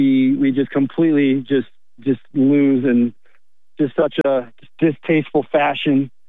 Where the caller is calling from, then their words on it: Mount Vernon, Washington, United States; from Mount Vernon here, calling in.